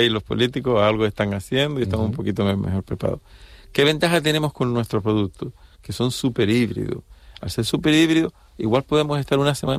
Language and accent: Spanish; Las Palmas, Canary Islands, Spain; now in Tenerife, Spain; aunque yo soy de origen de Las Palmas, pero Tenerife la conozco.